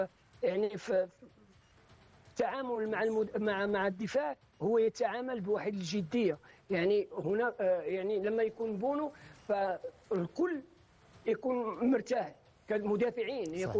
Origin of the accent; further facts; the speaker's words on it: Morocco; أنا كمغربي